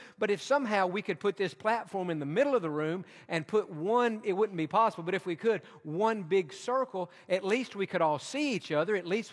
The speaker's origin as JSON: {"language": "English", "region": "Tennessee", "country": "United States", "tie": "born or raised there", "also_born_or_lived": "Georgia", "moved": "yes", "said": "I was born in Georgia, but my childhood years were spent in East Tennessee. And so my first memories in life are in those Smoky Mountains"}